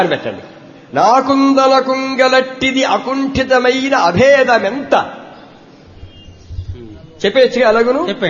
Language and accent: Telugu; East Godavari district, Andhra Pradesh, India; మా స్వగ్రామం తూర్పుగోదావరి జిల్లా ఏడిద ప్రక్కనే మెండపాట